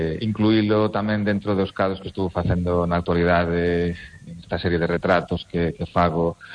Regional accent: Lugo, Galicia, Spain; é un cadro que tiña moitas ganas de, bueno, de facer como lucense, recuperando un pouco a historia de Lugo

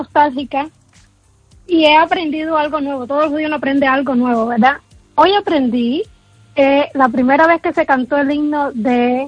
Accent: Santa Clara, Villa Clara, Cuba; Yo no soy de La Habana, yo soy del interior de Santa Clara, pero de todas formas, cuando uno va a La Habana, pasa por ahí.

